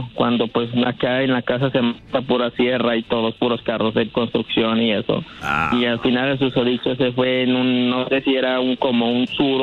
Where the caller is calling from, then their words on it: Nuevo León, Mexico; yo soy de Nuevo León.